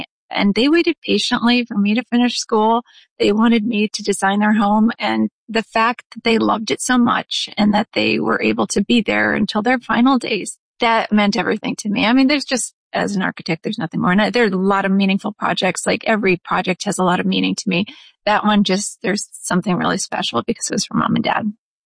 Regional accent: Dunmore, Pennsylvania, United States; I really enjoyed my childhood here, growing up at our city house in Dunmore and going to our lake house 7 minutes away, you know, up at Moosic Lake.

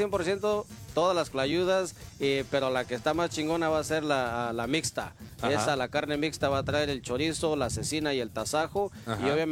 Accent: Oaxaca, Mexico; moved away; De allá de Oaxaca

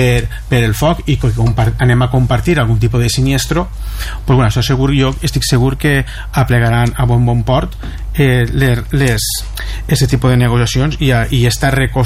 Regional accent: Nules, Valencian Community, Spain; conforme som la gent de Nules, voluntariosos, treballadors

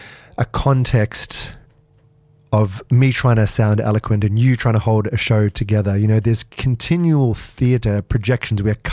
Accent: South Africa; growing up in South Africa, sitting at dinner parties as a child

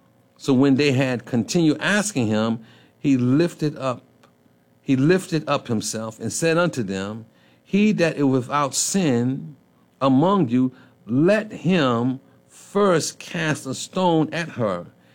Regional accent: New York City, New York, United States; Now, listen, I'm from New York City.

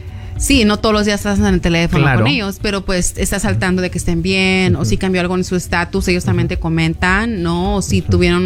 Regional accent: Compton, California, United States; ¿de dónde eres? Y dije, oh, de Compton. Y de la, oh my God, yo también.

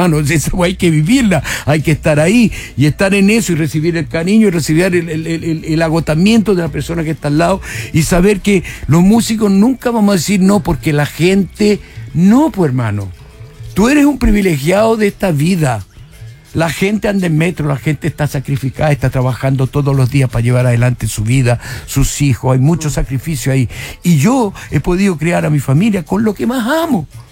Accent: Chile; moved away as an adult; now in Santiago, Chile; Y yo en Chile tenía un lugar y sigo teniendo un lugar que amo, precioso, escondido, cuidadito, que hay que cuidar mucho, que es nuestro país.

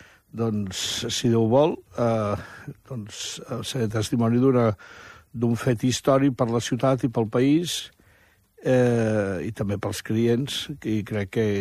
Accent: Barcelona, Catalonia, Spain; aprofito per dir, com a barceloní, que és obvi que no em fa res manifestar el meu rebuig a les tantes botigues de souvenirs que hi ha a Barcelona

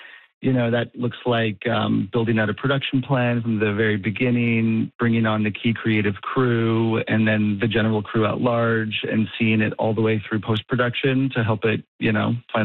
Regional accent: Petty Harbour, Newfoundland and Labrador, Canada; I grew up in Petty Harbor.

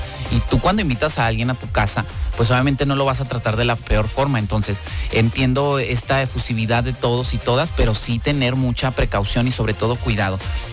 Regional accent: Mexico

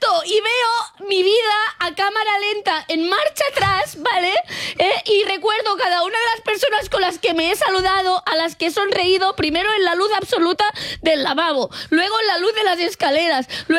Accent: Catalonia, Spain; En mi tote bag, porque ya sabemos que soy catalana.

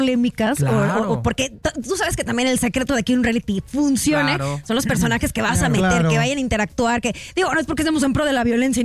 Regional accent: Monterrey, Nuevo León, Mexico; now in Mexico City, Mexico; soy de Monterrey, a lo mejor será como también chapada la antigua

